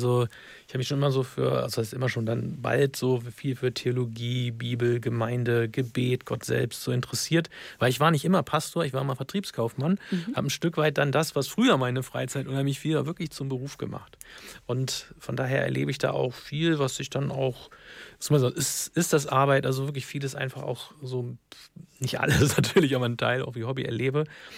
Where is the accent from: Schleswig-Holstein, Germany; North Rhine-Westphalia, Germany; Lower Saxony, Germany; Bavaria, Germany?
Lower Saxony, Germany; Braunschweig; now in East Frisia, Germany; ich bin nicht immer in Ostfriesland gewesen, bin aber gebürtiger Niedersachse, komme aus Braunschweig.